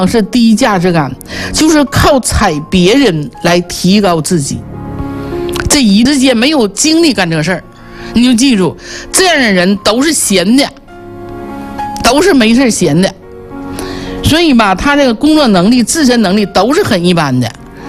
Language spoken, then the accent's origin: Chinese; Northeast China, China; accent: Northeastern; 我们东北话就叫太气儿了